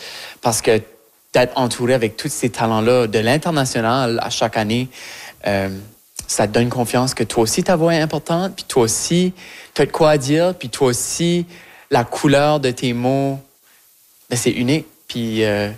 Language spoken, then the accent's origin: French; Acadia, Canada; accent: Acadian; que mon acadienté se manifeste à travers cette voix-là. Même si que mon accent change, puis mon vocabulaire évolue, puis mes expériences québécoises, montréalaises ajoutent à cette sauce-là